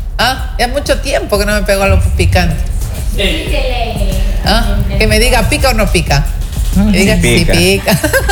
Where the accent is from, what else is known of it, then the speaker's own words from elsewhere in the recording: Santo Domingo, Santo Domingo de los Tsáchilas, Ecuador; de mi tierrita Sáchila